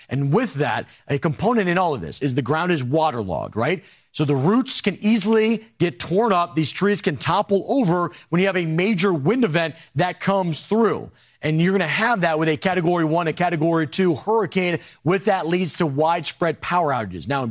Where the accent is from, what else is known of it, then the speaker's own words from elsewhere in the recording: Florida, United States; I grew up in Florida.